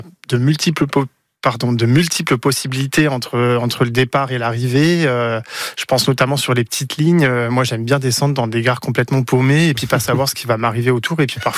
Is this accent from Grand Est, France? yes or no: yes; Grand Est, France; moved away; Je suis alsacien de base et je suis venu m'installer dans le sud avec quelques pauses.